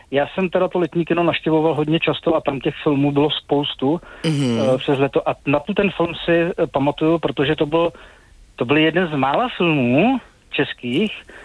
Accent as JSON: {"language": "Czech", "town": "Hradec", "region": "Plzeň Region", "country": "Czechia", "tie": "born or raised there", "moved": "yes", "lives_now": "Plzeň, Czechia", "said": "já teda úplně pocházím ještě z Hradce u Stoda"}